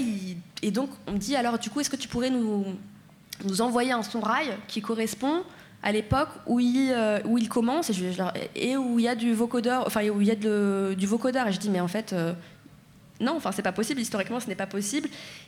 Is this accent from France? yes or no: yes; Marseille, Provence-Alpes-Côte d'Azur, France; Mais moi, c'est parce que j'adore cette musique, parce que j'ai grandi à Marseille. Et donc, nous, on a l'oreille sur toute la Méditerranée.